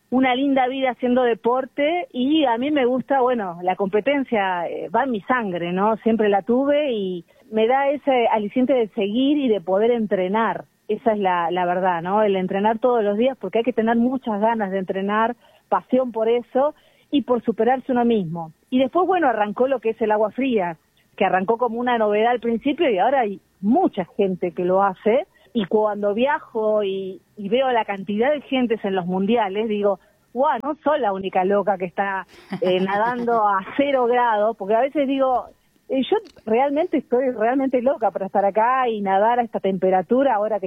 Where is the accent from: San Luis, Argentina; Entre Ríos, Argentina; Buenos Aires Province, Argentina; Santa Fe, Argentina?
Buenos Aires Province, Argentina; Mar del Plata; now in Patagonia, Argentina; Soy de Mar del Plata, pero ya te digo que soy patagónica. Ya hace muchos años que vivo acá, me casé acá, tuve mis hijos.